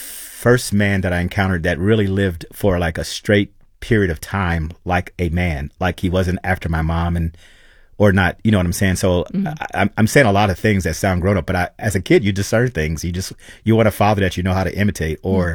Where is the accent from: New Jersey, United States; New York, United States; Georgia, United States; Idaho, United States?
New Jersey, United States; I'm from New Jersey where we have beaches and boardwalk and sand, but I like home and I like watching people tell stories.